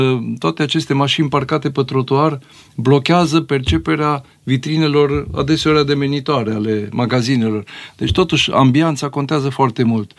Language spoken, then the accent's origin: Romanian; Arad, Arad County, Romania; now in Cluj-Napoca, Romania; orașul meu natal, care este Aradul, foarte mult. La Arad vezi un secesion, Art Nouveau, arhitectural splendid.